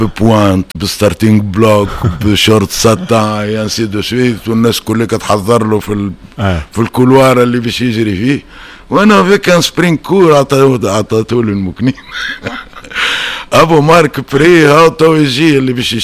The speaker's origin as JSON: {"language": "Arabic", "country": "Tunisia", "said": "المشكله احنا عندنا في تونس لهناس كو ديما نذكروا لا بيرفورمانس"}